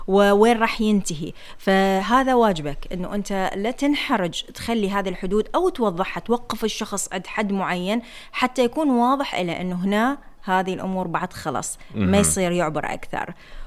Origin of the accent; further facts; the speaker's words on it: Iraq